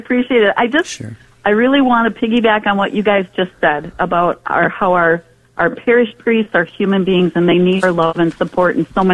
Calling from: Green Bay, Wisconsin, United States; I live in the Diocese of Green Bay.

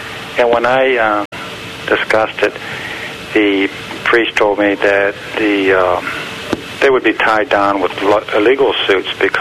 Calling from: Johnstown, Pennsylvania, United States; Johnstown, Pennsylvania.

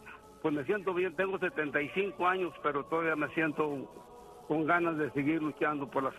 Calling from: Omaha, Nebraska, United States; le hablo de Omaha, Nebraska.

